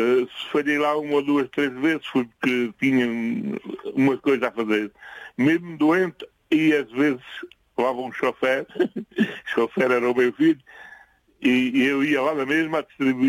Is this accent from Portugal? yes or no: yes; Mata, Centro, Portugal; born there; Eu nasci na Mata. É uma aldeia perto aqui de Castelo Branco, 17 quilómetros de Castelo Branco.